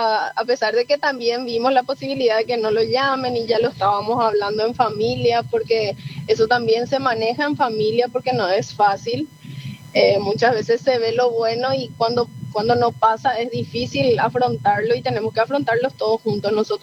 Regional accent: Tobatí, Cordillera, Paraguay; muy católica, muy devota. Venimos de una ciudad mariana. Somos de Tobatí, donde nuestra santa patrona es la Virgen María.

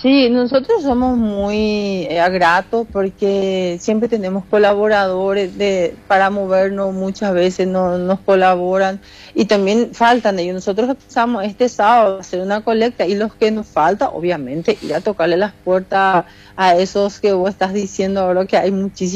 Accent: Itapúa, Paraguay; Mis padres vinieron y después en el 85 yo nací acá. Entonces toda mi vida, yo soy de Pengo.

